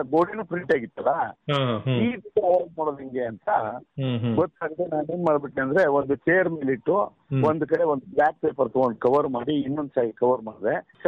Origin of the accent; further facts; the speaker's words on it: Bagalkot, Karnataka, India; ನಾವು ಮೂಲತಃ ನಮ್ದು ಬಾಗಲಕೋಟೆ, ಮೂಲತಃ ಉತ್ತರ ಕರ್ನಾಟಕದವರು.